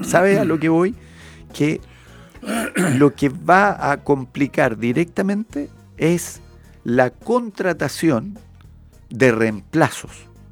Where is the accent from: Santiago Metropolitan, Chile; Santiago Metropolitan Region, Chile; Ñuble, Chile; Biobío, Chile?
Biobío, Chile; Talcahuano; Sí, yo soy de Talcahuano, pues, mi querido.